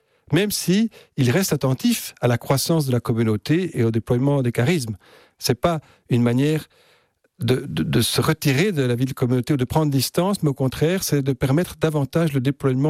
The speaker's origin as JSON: {"language": "French", "country": "Belgium", "tie": "born or raised there", "said": "quand j'ai encore connu une société qui était très organisée chez nous en Belgique sur ces trois piliers"}